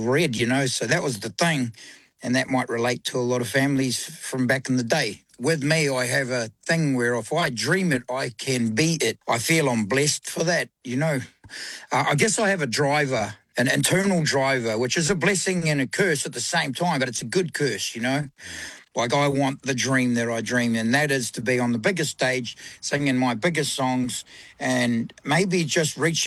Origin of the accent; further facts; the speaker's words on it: New Zealand; me being the Kiwi boy that was brought up on rugby union, I'm pretty used to getting smacked in the back of the head